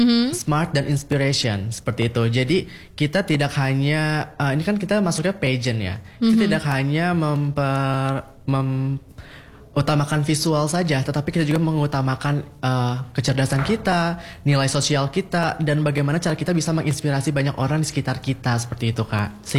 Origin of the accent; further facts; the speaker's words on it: Banten, Indonesia; kita sebagai Putra Banten